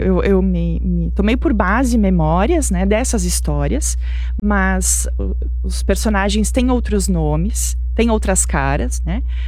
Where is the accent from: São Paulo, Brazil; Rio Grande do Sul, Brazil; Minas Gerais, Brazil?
Rio Grande do Sul, Brazil; Nova Bassano; moved away as an adult; now in Nova Prata, Brazil; Eu sou natural de Nova Bassano, então minha família mora ainda em Nova Bassano. Moro aqui em Nova Prata já faz quase 20 anos.